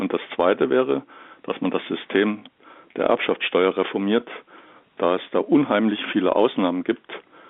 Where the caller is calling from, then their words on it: Dresden, Saxony, Germany; Bauer aus Dresden